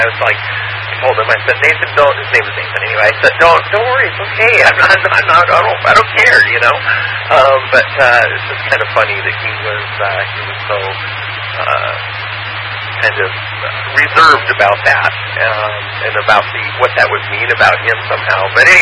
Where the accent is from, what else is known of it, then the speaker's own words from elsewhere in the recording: Pacific Northwest, United States; I grew up in the Pacific Northwest.